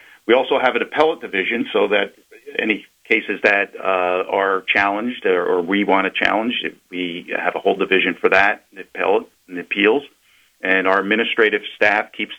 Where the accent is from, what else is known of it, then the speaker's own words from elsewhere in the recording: Croton-on-Hudson, New York, United States; I grew up in Croton-on-Hudson, New York, just a couple miles south of our last great governor, George E. Pataki, in Peekskill, New York. So it's just a couple miles south of that on the Hudson River. Grew up blue collar.